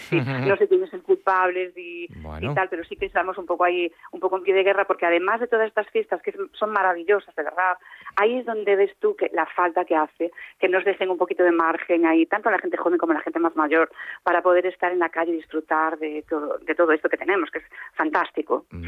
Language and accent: Spanish; Narón, Galicia, Spain; moved away as an adult; now in Ferrol, Spain; yo soy de Pedroso, de Narbonne.